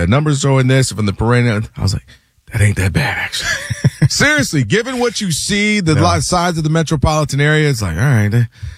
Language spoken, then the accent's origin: English; Midwest, United States; I'm from Midwest.